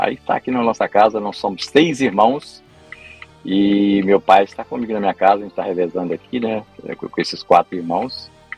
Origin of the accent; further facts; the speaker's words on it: Alvarenga, Minas Gerais, Brazil; now in Boston, United States; Nós somos nascido e criado no Córrego do Cataca, município de Alvarenga, Minas Gerais.